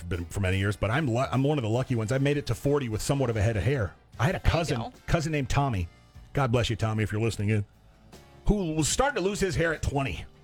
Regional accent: Nebraska, United States; You bet your butt I'm from Nebraska.

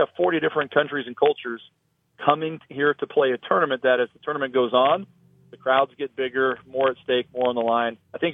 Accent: United States; as an American sports fan, soccer fan

